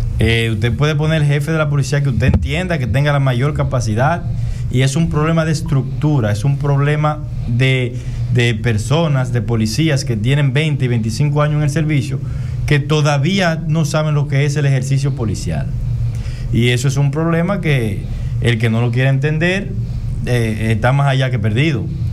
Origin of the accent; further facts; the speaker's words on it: Dominican Republic; nosotros como dominicanos